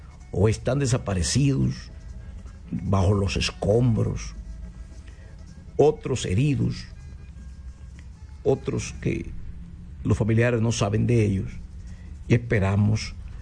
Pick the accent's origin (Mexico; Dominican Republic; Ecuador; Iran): Dominican Republic